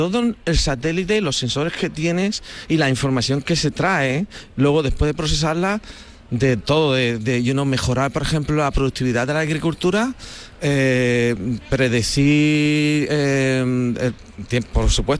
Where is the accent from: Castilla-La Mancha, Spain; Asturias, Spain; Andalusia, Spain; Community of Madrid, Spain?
Andalusia, Spain; Seville; moved away as an adult; now in United States; Yo, de España, de Sevilla.